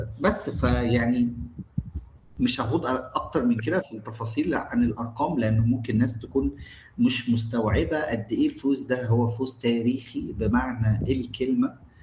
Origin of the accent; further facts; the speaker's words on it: Egypt; أنا شخصيا كمصري وكعربي وكأفريقي